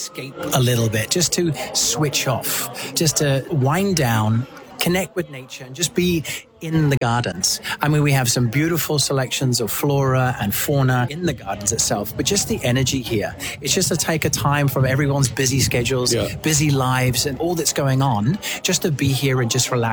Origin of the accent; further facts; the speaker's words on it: Hong Kong; moved away; I came down here in 2002, so I've been here down here 24 years. I came from Hong Kong.